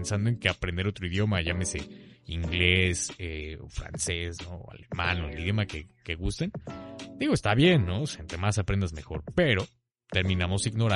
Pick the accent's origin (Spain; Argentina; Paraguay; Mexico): Mexico; como mexicanos hablamos español, pero bueno, nuestra lengua pues es otra, ¿no? O sea, el náhuatl